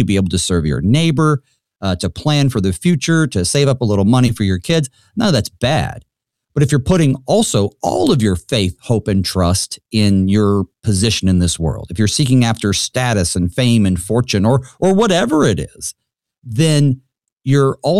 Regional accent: the South, United States; I'm from the South

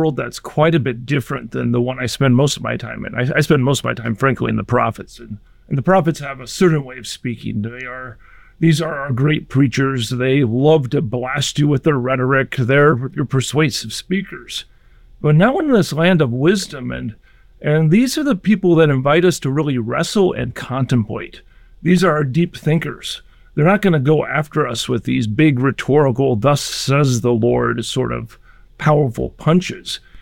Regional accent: West Lafayette, Indiana, United States; I grew up in Purdue's campus, West Lafayette, Indiana, but both my parents are from Northeast Nebraska.

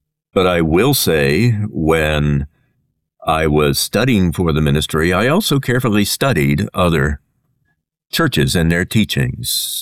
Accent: Midwest, United States; now in New England, United States; I'm a Midwesterner

